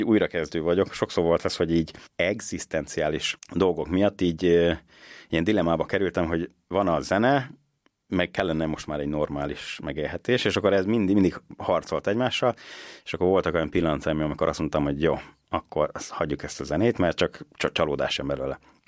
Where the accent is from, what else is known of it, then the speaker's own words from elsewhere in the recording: Debrecen, Hajdú-Bihar, Hungary; végülis debreceniként büszkeségnek is mondhatnám